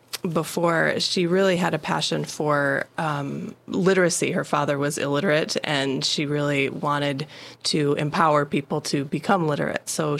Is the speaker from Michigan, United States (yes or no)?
yes; Traverse City, Michigan, United States; moved away as an adult; also born or lived in California; now in Frankfort, United States; I grew up in Traverse City, so not too far from here, but haven't lived in northern Michigan as an adult. So I moved to California to go to school.